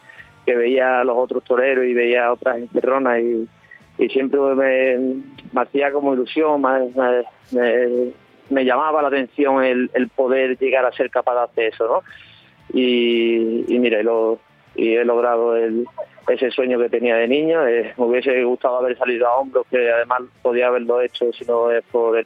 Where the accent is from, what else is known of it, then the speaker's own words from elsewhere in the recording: Seville, Andalusia, Spain; now in Salamanca, Spain; llevo varios años viviendo a Salamanca, pero yo, obviamente, yo soy de Sevilla